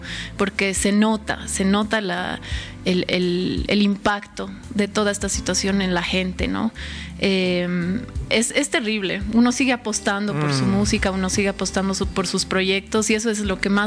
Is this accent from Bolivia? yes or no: yes; La Paz, Bolivia; todos estamos cargando últimamente un peso importante como bolivianos, como paceños específicamente